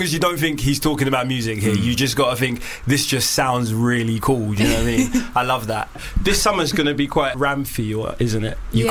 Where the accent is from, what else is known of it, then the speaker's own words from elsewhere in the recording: London, United Kingdom; I'm from Hackney